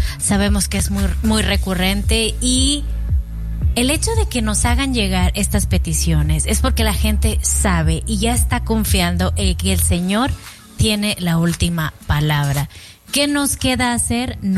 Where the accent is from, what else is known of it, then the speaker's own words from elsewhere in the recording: Monterrey, Nuevo León, Mexico; born there; moved away; la ciudad donde yo nací, Monterrey, Nuevo León, es al norte.